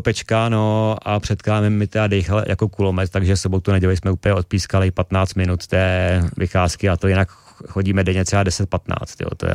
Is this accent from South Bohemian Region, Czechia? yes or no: yes; South Bohemian Region, Czechia; jsme startovali z Tábora přes Bechyň do Protivína, Bavorov, Vodňany, to je asi nějakých taky přes 100 kilometrů kraje mýho dětství, kde vlastně se narodili moji rodiče.